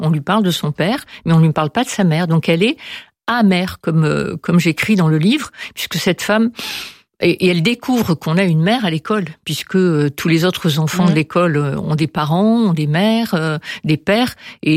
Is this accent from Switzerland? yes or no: no; Algeria; moved away; also born or lived in Morocco; je ne suis pas née en Algérie, mais je suis née un petit peu par hasard au Maroc. Mais ensuite, à partir de l'âge de 10 mois, j'ai passé toute mon enfance en Algérie.